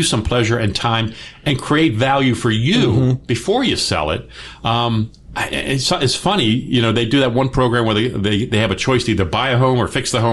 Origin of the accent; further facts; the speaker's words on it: Baltimore, Maryland, United States; now in Las Vegas, United States; my hometown of Baltimore.